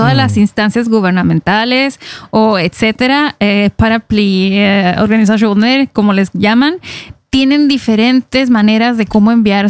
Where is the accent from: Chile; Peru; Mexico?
Mexico; Baja California; Mira, que somos vecinos a muchos kilómetros, pero somos baja californianos los dos.